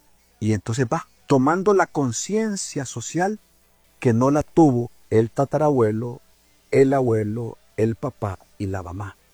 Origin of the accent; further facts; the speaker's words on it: Honduras; quiénes somos los hondureños